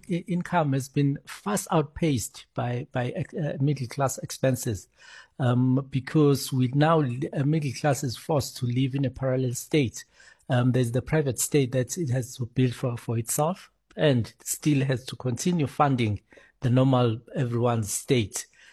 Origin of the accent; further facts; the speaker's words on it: South Africa; as the South African middle class